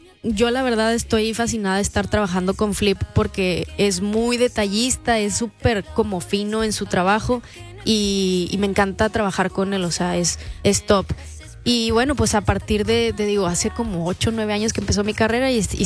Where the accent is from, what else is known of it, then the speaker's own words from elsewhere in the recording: San Nicolás de los Garza, Nuevo León, Mexico; Soy de Monterrey, de San Nicolás, orgullosamente